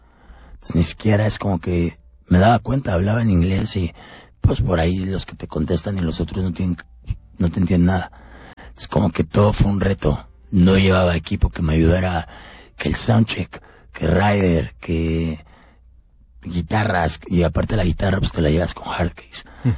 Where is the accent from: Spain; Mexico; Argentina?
Mexico